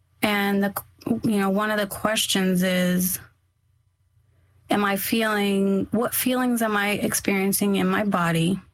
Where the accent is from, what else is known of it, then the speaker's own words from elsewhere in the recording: Yuma, Arizona, United States; because I grew up in Yuma, Arizona. We're right on the border. And so there's a large Hispanic population, and growing up around